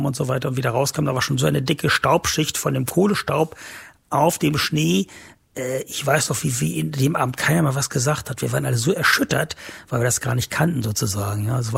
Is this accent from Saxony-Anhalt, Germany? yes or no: yes; Wieblitz, Saxony-Anhalt, Germany; born or raised there